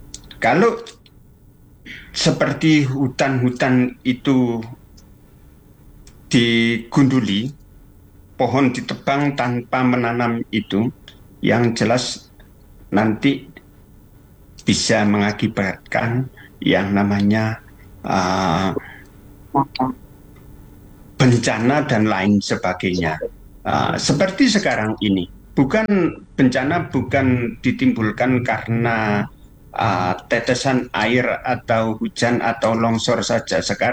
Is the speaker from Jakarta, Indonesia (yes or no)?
no; East Java, Indonesia; saya ini orang Tengger